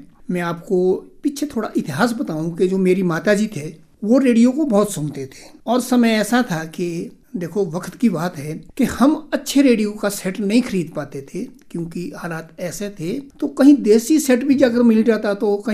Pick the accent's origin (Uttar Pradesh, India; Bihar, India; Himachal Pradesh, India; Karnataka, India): Himachal Pradesh, India; मैं तहसील सुन्नी से, घेणी नाम जगह है वो, उस पंचायत का मैं संबंध रखता हूँ। गाँव की जो नाम है वो हलोट है, और मेरे गांव में जो बेसिकली जो है एक कृषि का हब है, मतलब कृषक लोग वहां पर अधिकतर रहते हैं और कृषि करते हैं, बहुत ही अच्छी उन्नत कृषि करते हैं।